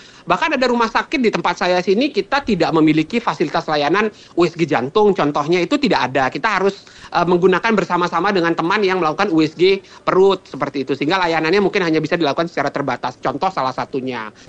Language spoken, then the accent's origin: Indonesian; West Nusa Tenggara, Indonesia; Tapi kalau saya mendengar teman-teman saya di daerah di luar NTB ya